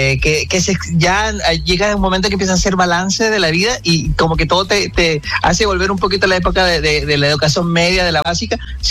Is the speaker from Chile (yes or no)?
yes; Chile; Y uno como chileno, es súper extraño salir de tu casa